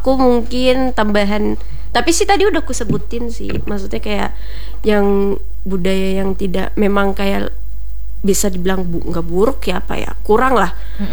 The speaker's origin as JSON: {"language": "Indonesian", "town": "Tangerang", "region": "Banten", "country": "Indonesia", "said": "Apalagi kan aku dari Tangerang kan, memang bahasanya di situ, bayangkan Jaksel kebanding bahasa Sunda atau Betawi. Kan aku kan di daerah sana Sunda Betawi kan, banyak kan."}